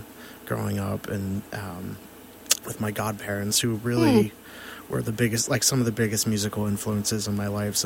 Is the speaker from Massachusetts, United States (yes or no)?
yes; Massachusetts, United States; Yeah, so growing up, for the first couple years of my life, I grew up in Western Massachusetts.